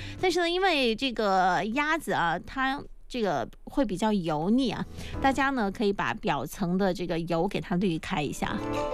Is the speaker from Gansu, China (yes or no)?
no; Quanzhou, Fujian, China